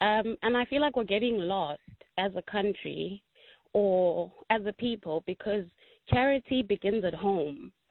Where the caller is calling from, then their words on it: South Africa; speaking as a South African who is currently unemployed